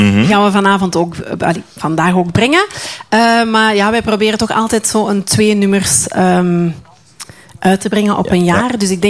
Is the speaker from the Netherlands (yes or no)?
no; Zoersel, Flanders, Belgium; Ik kom van Zoersel, Antwerpen.